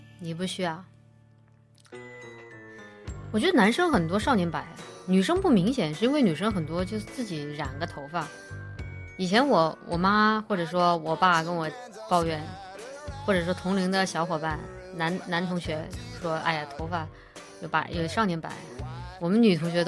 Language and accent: Chinese; Sichuan-Chongqing, China; 就我家乡川渝地区嘛